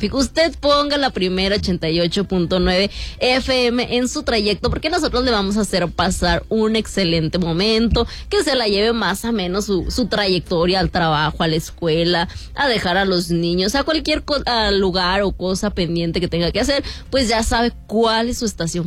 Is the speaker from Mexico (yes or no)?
yes; Mexico